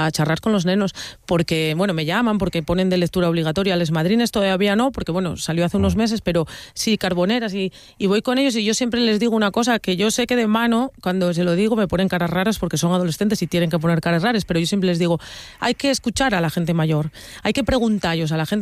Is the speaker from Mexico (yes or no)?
no; Asturias, Spain; yo soy de un pueblo en el que lo más normal del mi pueblo, del mi barrio, y que tengas un güelu de fuera, que sea andaluz, extremeño, gallego, portugués, porque nosotros, a mí siempre me gusta decir que los cuencas mineres somos crisol de razas